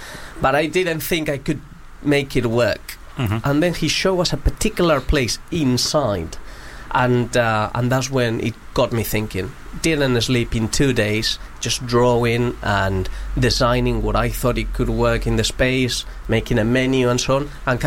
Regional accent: Madrid, Community of Madrid, Spain

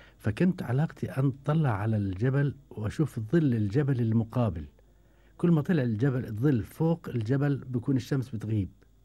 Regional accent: Taffuh, Hebron Governorate, Palestine; تفوح قريتي، الآن أصبحت مدينة كما قلت

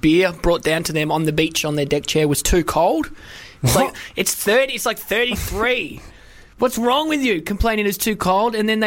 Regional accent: United Kingdom; born there; somebody said, oh, you're officially British now, even though I was born in Britain

